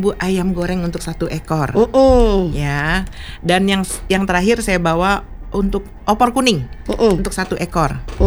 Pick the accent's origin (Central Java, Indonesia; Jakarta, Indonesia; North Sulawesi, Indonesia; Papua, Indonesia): Jakarta, Indonesia; Asli Minang dua-duanya, cuman saya lahir Jakarta, gede di Jakarta.